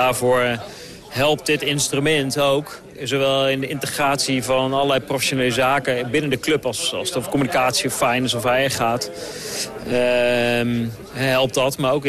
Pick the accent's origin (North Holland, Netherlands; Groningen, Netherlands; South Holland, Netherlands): Groningen, Netherlands; trotse Groninger.